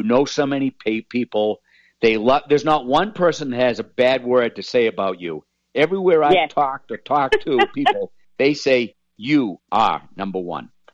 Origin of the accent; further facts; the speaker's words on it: Boston, Massachusetts, United States; accent: Boston; You made fun of my Boston accent.